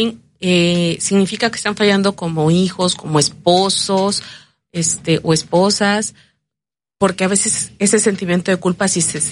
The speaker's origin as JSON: {"language": "Spanish", "country": "Mexico", "said": "creo nos caracteriza, no sé si a como mexicanos"}